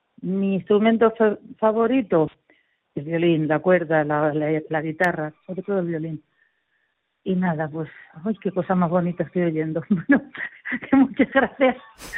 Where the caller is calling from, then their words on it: Alicante, Valencian Community, Spain; vivo en Alicante.